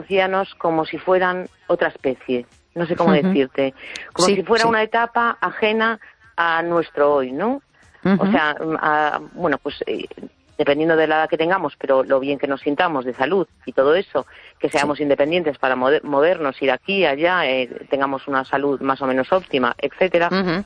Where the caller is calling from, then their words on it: A Coruña, Galicia, Spain; de La Coruña.